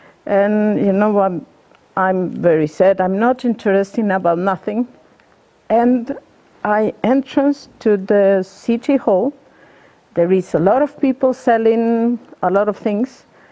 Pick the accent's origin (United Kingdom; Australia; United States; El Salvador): El Salvador; English is a second language; moved away; I came from El Salvador.